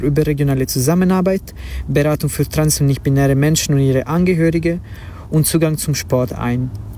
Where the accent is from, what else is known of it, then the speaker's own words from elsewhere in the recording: Ticino, Switzerland; moved away as an adult; now in Zurich, Switzerland; Ich komme ursprünglich aus dem Tessin und lebe seit meiner Studienzeit in Zürich. Ich arbeite aber oft in Bern.